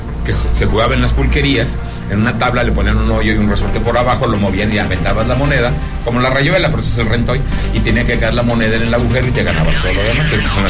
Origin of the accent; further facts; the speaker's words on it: Zacatecas, Mexico; mi tierra Zacatecas